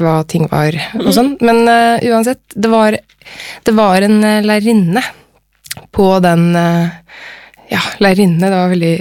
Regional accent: Nordland, Norway; born there; Jeg født i Vesterålen, i Nordland, og ja. Så flyttet vi sørover, så jeg vokste opp litt her og

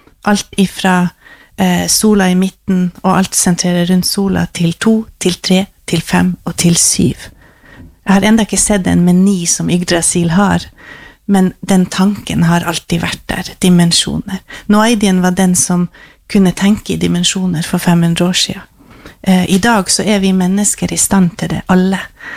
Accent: Finnmark, Norway

